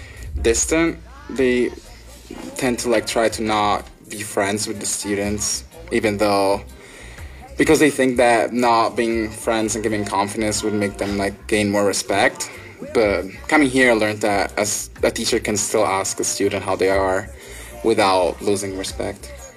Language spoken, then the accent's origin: English; Milan, Lombardy, Italy; English is a second language; now in United States; So, I'm from Milan. It's a pretty big city with about like 3 million people living there. I would say bigger than Denver.